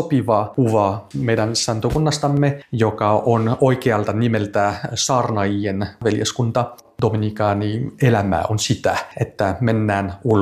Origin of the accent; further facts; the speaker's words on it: France; Finnish is a second language; moved away as an adult; now in Helsinki, Finland; Olen ranskalainen.